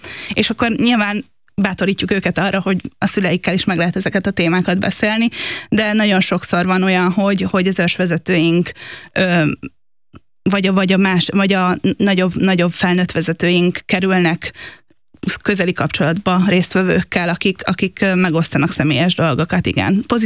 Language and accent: Hungarian; Szeged, Csongrád-Csanád, Hungary; moved away; szegedi vagyok eredetileg, úgyhogy Szegeden kezdtem el cserkészkedni